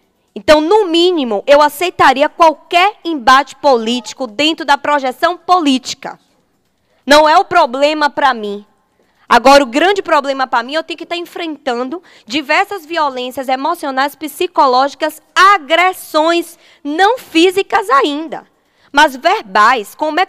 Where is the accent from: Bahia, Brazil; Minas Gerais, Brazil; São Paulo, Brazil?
Bahia, Brazil; Coração de Maria; reside sozinha na cidade de Coração de Maria. Cidade essa a qual eu me criei, nasci no Hospital Ângelo Martins, tenho família, tenho residência fixa.